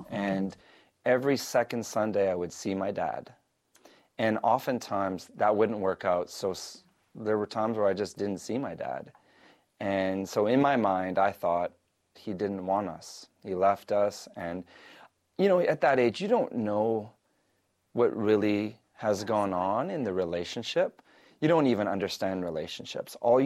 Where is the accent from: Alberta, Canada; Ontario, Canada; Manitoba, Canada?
Manitoba, Canada; Winnipeg; I was born in Winnipeg, Manitoba.